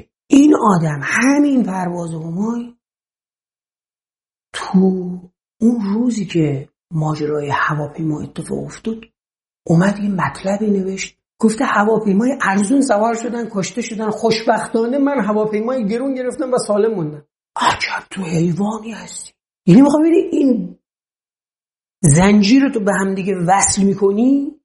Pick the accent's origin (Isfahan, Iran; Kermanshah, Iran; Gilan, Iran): Gilan, Iran; خب بچه گیلانم به موجب ننگ و خفت با من اصلا نگاش کردم